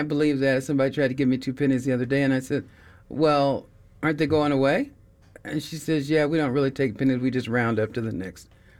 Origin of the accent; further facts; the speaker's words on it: Denver, Colorado, United States; growing up here